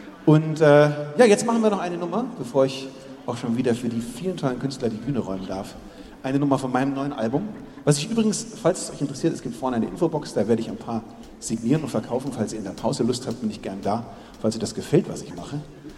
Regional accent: Erlangen, Bavaria, Germany; also born or lived in Nuremberg; so viele Menschen in meiner Heimat Franken. Ich bin zwar in Erlangen, aber ich habe auch in Nürnberg gelebt.

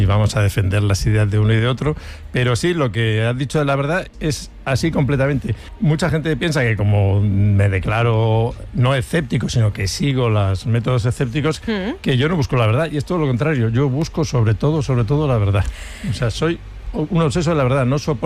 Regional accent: Barcelona, Catalonia, Spain; born there; vengo de una familia, yo nací en Barcelona, mi madre era charnega

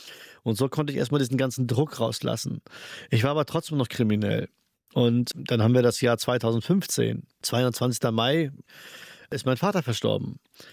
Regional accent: Henstedt-Ulzburg, Schleswig-Holstein, Germany; born or raised there

